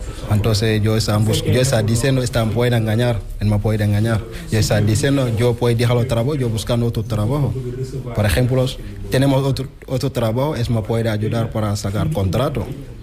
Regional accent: Senegal; Spanish is a second language

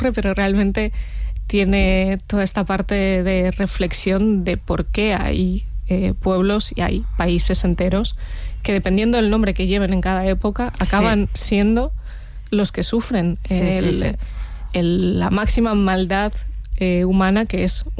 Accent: Los Alcázares, Region of Murcia, Spain; Yo crecí en un pueblo de Murcia llamado Los Alcázares, que está en el Mar Menor, y la biblioteca local es un sitio bastante pequeñito, pero para mí era un mundo.

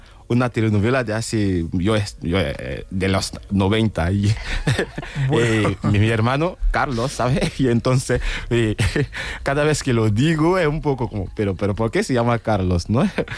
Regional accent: Côte d’Ivoire; Spanish is a second language

